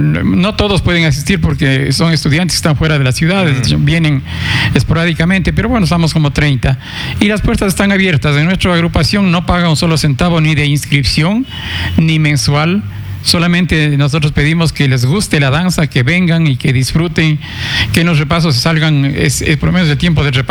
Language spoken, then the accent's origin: Spanish; Ecuador